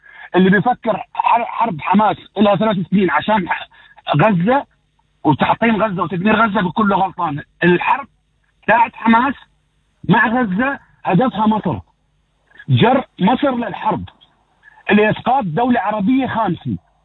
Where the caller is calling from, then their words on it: Palestine; أنا فلسطيني.